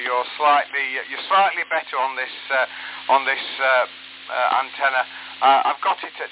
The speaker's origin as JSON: {"language": "English", "town": "Stocksbridge", "region": "Yorkshire and the Humber", "country": "United Kingdom", "moved": "yes", "lives_now": "Hull, United Kingdom", "said": "But I'm from Stocksbridge. So I know Penistone very well indeed."}